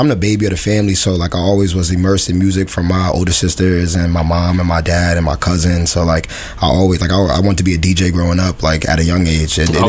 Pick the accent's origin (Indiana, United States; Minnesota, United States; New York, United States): New York, United States; Albany; I'm from Albany